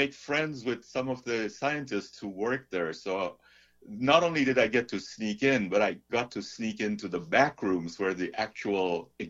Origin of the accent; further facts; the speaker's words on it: Tanzania; born there; I was born in Tanzania